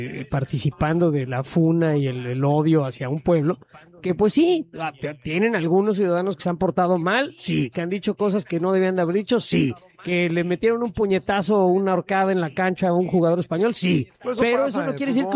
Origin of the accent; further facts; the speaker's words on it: Mexico; now in United States; como ser mexicano en Estados Unidos. Y todos los mexicanos están aquí legalmente y todos los mexicanos trabajan en la cocina.